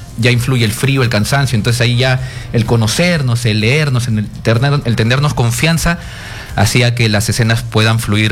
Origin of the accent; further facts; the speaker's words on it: Peru; Pero como peruano, yo diría que aún más es mi orgullo y mi felicidad de formar parte de esta película.